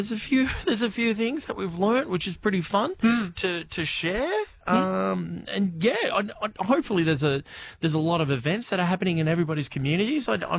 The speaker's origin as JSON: {"language": "English", "town": "Wagga Wagga", "region": "New South Wales", "country": "Australia", "tie": "born or raised there", "said": "So I grew up in Wagga Wagga, and there's a lot of events that were happening back then when I was a kid"}